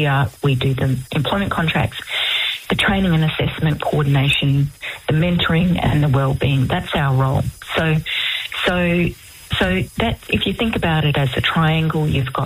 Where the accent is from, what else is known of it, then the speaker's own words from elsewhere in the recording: Weipa, Queensland, Australia; So, working in, growing up in Weeper in Old Marpoon in far north Queensland, my childhood was adventurous and it was fun.